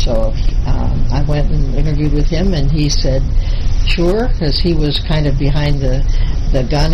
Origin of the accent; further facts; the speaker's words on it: Ohio, United States; Yeah, so I grew up in Ohio.